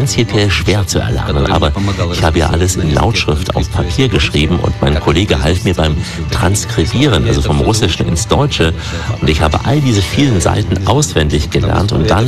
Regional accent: Ukraine; German is a second language; moved away as an adult; now in Turkey; ich bin nach der Choreografieausbildung in der Ukraine hierher gekommen, weil bei uns in der Ukraine, also in meiner Heimat, diese Jobs nicht gut bezahlt werden. Also bin ich in die Türkei gekommen

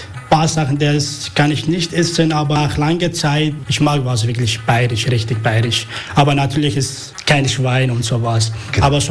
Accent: Tishrin, Syria; German is a second language; now in Germany; Ich komme aus Syrien, geboren in Tischrin, der so Nordsyrien, Grenze von der Irak.

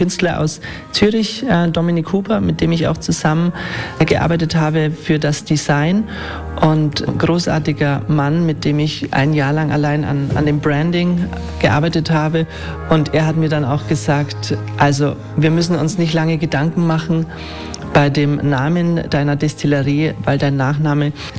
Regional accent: Augsburg, Bavaria, Germany; moved away as an adult; also born or lived in Tuscany / Geisenheim; now in Staufen, Germany; Ich komme ursprünglich aus Augsburg

